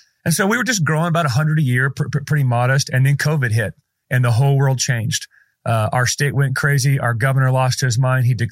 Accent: Wenatchee, Washington, United States; And I was born in Wenatchee, Washington, and I am by nature a homebody. I live just a few miles from where I was born. I have no interest in ever moving.

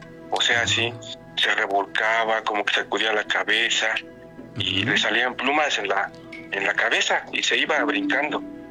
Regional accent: Veracruz, Mexico; now in Mexico City, Mexico; Mira, yo soy de un pueblo del estado de Veracruz

